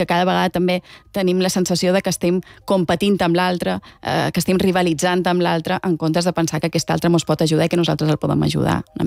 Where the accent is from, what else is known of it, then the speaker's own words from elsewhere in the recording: Balearic Islands, Spain; now in Barcelona, Spain; Jo que som de Mallorca o som de Barcelona? Clar, no ho sé.